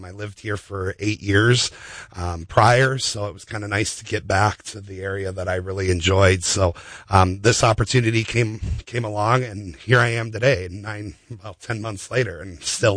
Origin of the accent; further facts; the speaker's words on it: Minnesota, United States; moved away as an adult; now in South Dakota, United States; I'm originally from Southeast Minnesota, down by Rochester area for those folks in that region. I've moved to South Dakota